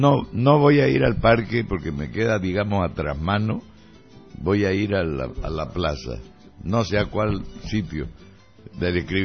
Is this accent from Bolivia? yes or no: yes; Santa Cruz, Bolivia; Jóvenes de mi pueblo, yo sé que este programa tiene audiencia y seguidores. A los jóvenes de mi pueblo les digo que ustedes no son el futuro. Son el presente de Santa Cruz y de Bolivia.